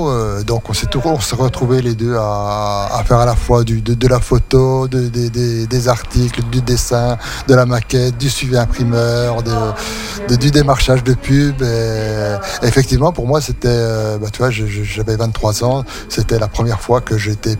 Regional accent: Besançon, Bourgogne-Franche-Comté, France; also born or lived in Lons-le-Saunier; Ouais, mais Lons-le-Saunier, j'y suis juste né, quoi. Après, j'ai grandi à Besançon.

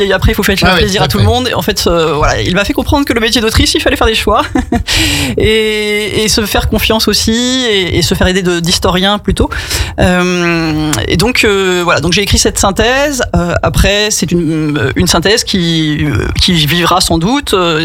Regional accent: Fontainebleau, Île-de-France, France; also born or lived in Paris; now in La Motte-Servolex, France; Je suis née à Paris, effectivement, mais très vite j'ai déménagé vers Fontainebleau avec ma famille et il se trouve que j'avais un beau château François 1er et une belle forêt à côté de moi.

